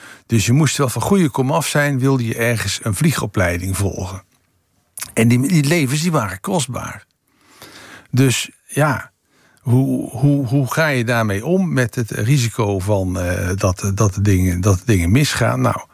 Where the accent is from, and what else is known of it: Netherlands